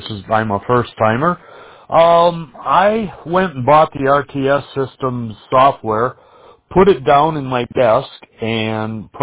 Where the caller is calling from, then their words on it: Wisconsin, United States; up in the North Woods of Wisconsin.